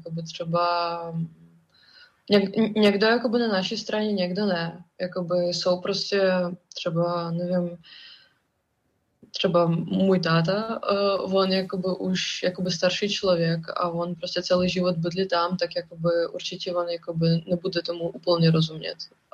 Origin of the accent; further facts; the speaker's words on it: Russia; Czech is a second language; now in Prague, Czech Republic; co máme tam v Rusku